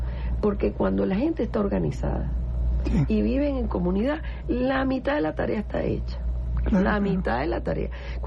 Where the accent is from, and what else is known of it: Venezuela